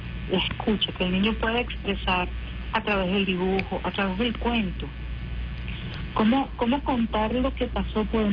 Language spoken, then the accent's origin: Spanish; Venezuela; nuestra identidad como venezolanos y venezolanos